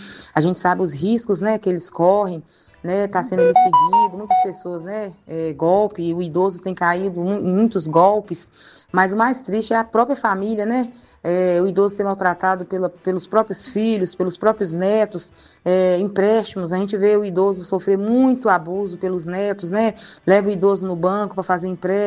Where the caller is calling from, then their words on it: Coronel Fabriciano, Minas Gerais, Brazil; eu falo aqui de Coronel Fabriciano.